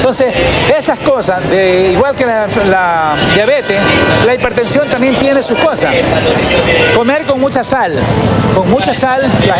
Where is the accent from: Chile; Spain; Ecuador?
Ecuador; Manabí; now in El Empalme, Ecuador; yo hablo por mí, yo soy manabita